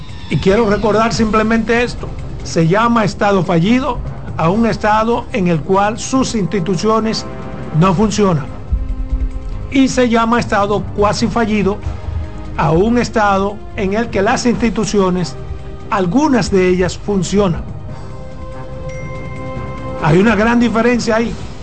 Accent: Dominican Republic

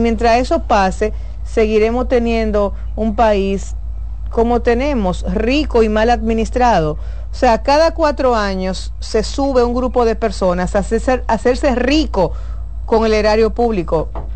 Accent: Dominican Republic; Todavía nosotros como dominicanos no le damos el real valor que tiene el voto

